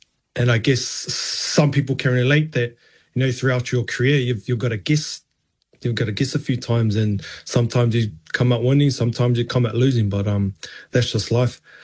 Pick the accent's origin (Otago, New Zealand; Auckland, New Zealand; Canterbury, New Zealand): Auckland, New Zealand; born and raised in Auckland, first generation. Mum and dad were born in Niue.